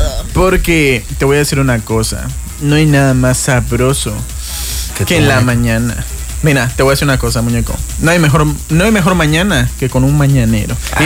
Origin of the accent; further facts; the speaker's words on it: Mexico; Y como buen mexicano